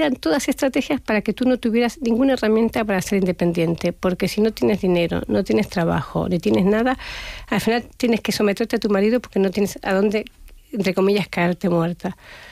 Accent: Argentina; y yo he vivido, yo soy argentina, en Argentina, de los años 80 o 70

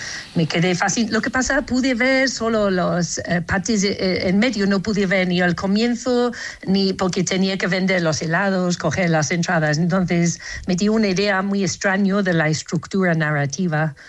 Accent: Bath, South West England, United Kingdom; moved away as an adult; No, estaba en Bath, se llama, en el suroe

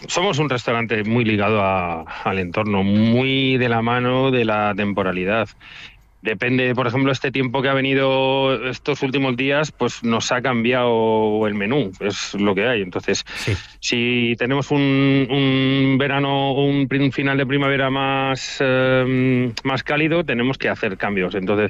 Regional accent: San Lorenzo de El Escorial, Community of Madrid, Spain

